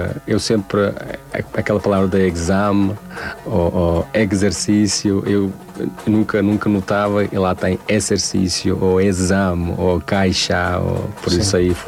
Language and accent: Portuguese; Tajikistan; já várias vezes expliquei que sou do Tajiquistão